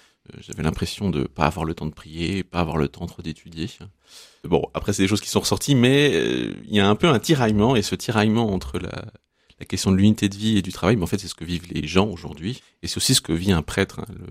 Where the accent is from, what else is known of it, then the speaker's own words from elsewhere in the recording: Besançon, Bourgogne-Franche-Comté, France; born there; moved away as an adult; now in Lille, France; Et non, je ne suis pas lillois. J'ai 33 ans, je suis né à Besançon, dans l'Est de la France. Je suis arrivé à Lille en 2016 pour mes études de médecine, pour mon internat.